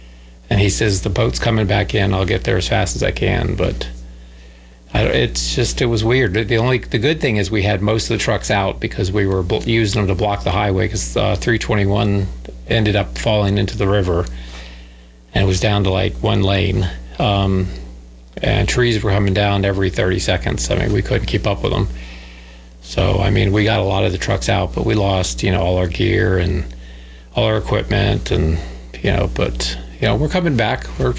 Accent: Florida, United States; I'm from Florida. I've seen every hurricane, all my life

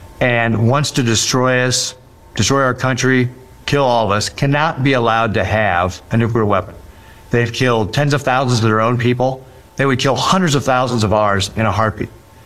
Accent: Nebraska, United States; That's what I'm working on very hard in my home state of Nebraska, is getting out around the state and talking to folks

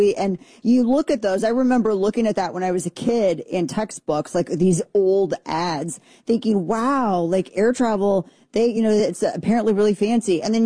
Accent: Texas, United States; I'm like, I am also from Texas.

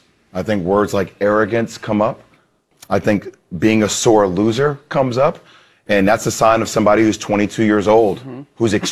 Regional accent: New Jersey, United States; look, I'm from New Jersey, okay?

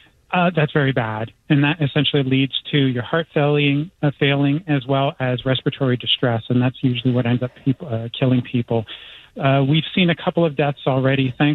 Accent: Canada; I'm Canadian.

